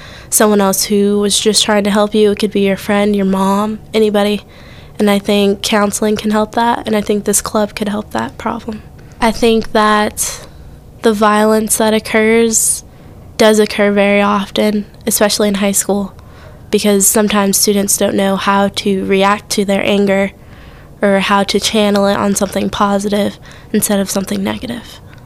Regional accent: South Allegheny, Pennsylvania, United States; I'm 18, and I'm from South Allegheny.

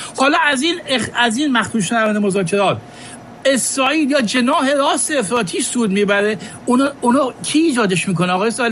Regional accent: Iran; ما ایرانیم، در حکومت ایران هم نیستیم.

